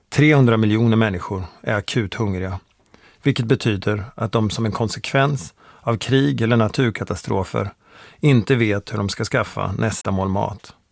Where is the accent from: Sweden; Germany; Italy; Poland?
Sweden; Borensberg, Östergötland; moved away; hemma i Borensberg utanför Motala där jag växte upp.